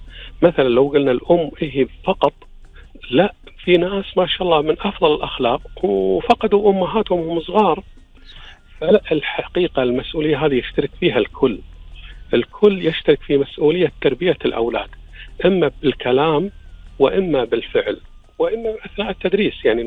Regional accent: Kuwait; آبائنا عندنا بالكويت

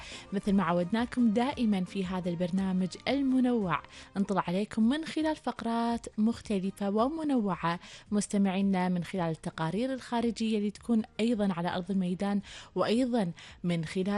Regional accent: Kuwait; ديرتنا الحبيبة الكويت

